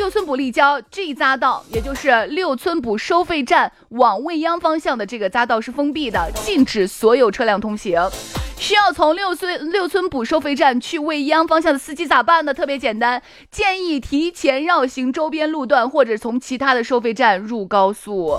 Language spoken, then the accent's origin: Chinese; Shaanxi, China